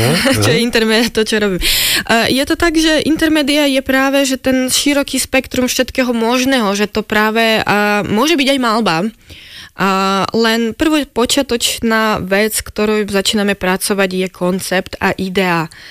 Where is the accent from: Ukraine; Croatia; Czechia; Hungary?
Ukraine; now in Slovakia; Áno, posilnil, že som sa začala ako veľmi intenzívne sa tak prezentovať, že som Ukrajinka, že taká vlastne, že sa spájam vlastne svojou krajinou